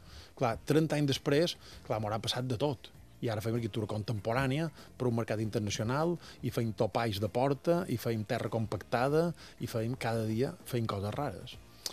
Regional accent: Colònia de Sant Jordi, Balearic Islands, Spain; Sí, jo som de la Coloni, som de la Coloni. Era de la Coloni, ara ja no sé exactament

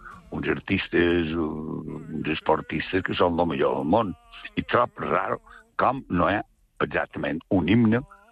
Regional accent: Mallorca, Balearic Islands, Spain; Jo som la terra de Mallorca.

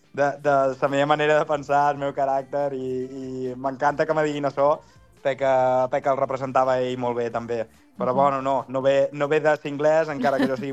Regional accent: Menorca, Balearic Islands, Spain; Vaig tornar a Menorca i a partir d'aquí, pues, de la meva illa i de casa meva, pues, he recuperat aquesta força

